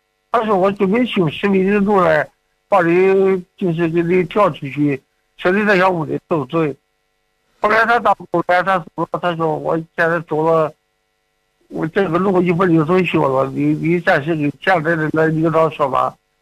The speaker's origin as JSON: {"language": "Chinese", "region": "Jiangsu", "country": "China", "said": "我是江苏那边的。"}